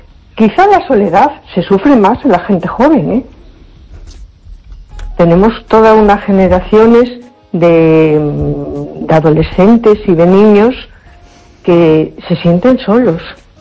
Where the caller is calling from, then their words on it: A Coruña, Galicia, Spain; Hola, buenas noches. … de Coruña.